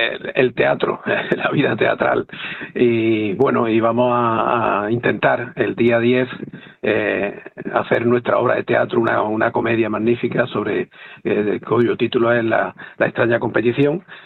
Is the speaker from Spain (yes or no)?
yes; Granada, Andalusia, Spain; born there; yo nací en Granada, pero yo cuando me preguntan de dónde eres, digo, yo nací en Granada, pero mi pueblo es Alhama. Y yo he vivido muchos años ahí, tengo muchísimas amistades y la verdad es que me enorgullece ser jameño, aunque sea adoptivo